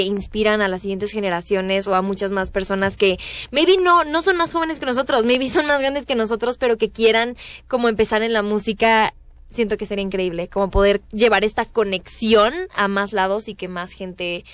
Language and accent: Spanish; Querétaro, Mexico; Pues, nosotras somos queretanas. Las cuatro somos dos pares de hermanas queretanas.